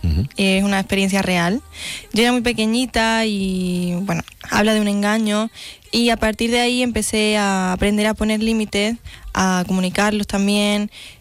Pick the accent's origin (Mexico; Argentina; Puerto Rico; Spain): Mexico; Es que vengo de México.